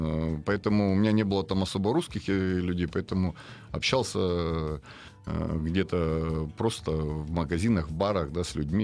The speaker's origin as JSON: {"language": "Russian", "region": "Krasnodar Krai", "country": "Russia", "tie": "born or raised there", "said": "я сам родом из Краснодарского края"}